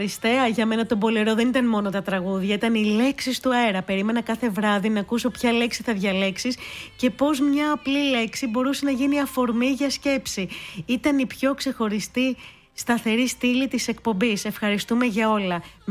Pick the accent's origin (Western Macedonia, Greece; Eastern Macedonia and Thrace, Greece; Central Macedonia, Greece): Central Macedonia, Greece; Peraia; από την Περαία.